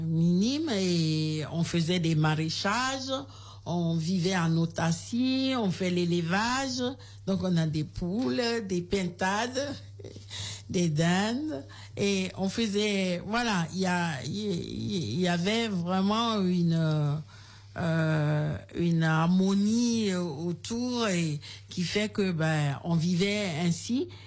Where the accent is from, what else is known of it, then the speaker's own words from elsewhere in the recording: Kpalimé, Plateaux, Togo; Je suis originaire de Palimé.